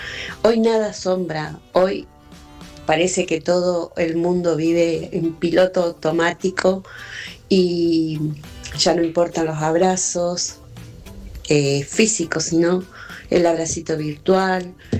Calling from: Neuquén, Argentina; de Neuquén

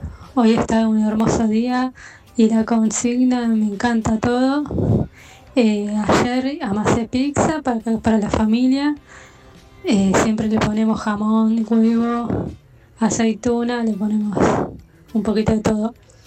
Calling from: Buenos Aires, Argentina; de Villa Lugano.

